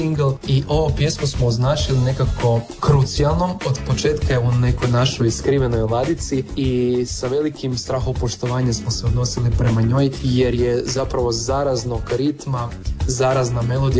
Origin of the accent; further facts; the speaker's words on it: Prelog, Međimurje County, Croatia; Moram spomenuti da smo spot snimali u mom rodnom gradu u Prelogu, u hotelu Panorama